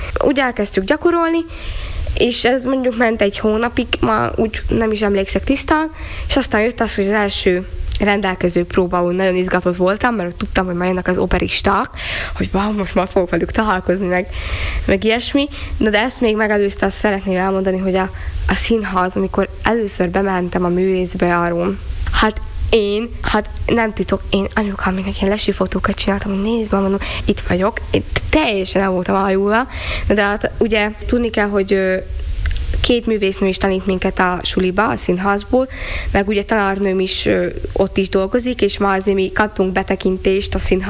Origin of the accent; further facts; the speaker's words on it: Gömör, Slovakia; accent: Gömör Palóc; moved away as an adult; szerintem ezt a gömöri jó palócot nem tudom, akárhogy akarom, nem tudom elrejteni, de nem is szeretném, mert én itt születtem, én erre büszke vagyok